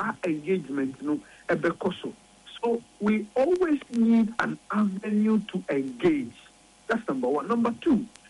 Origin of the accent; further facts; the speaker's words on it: Ghana; I personally as a Ghanaian I am not happy with the things that are happening